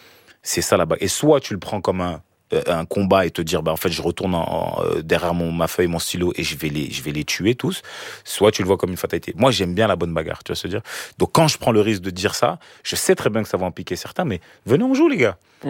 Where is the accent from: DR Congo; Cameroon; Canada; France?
Cameroon; Et je suis camerounais, frérot. Je suis camerounais, petit.